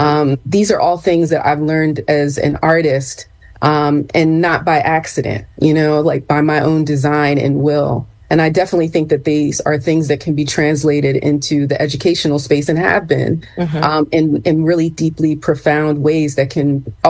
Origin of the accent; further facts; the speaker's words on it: Ambler, Pennsylvania, United States; now in Germantown, Philadelphia, United States; I grew up in Ambler, PA, which was once known as the asbestos capital of the world.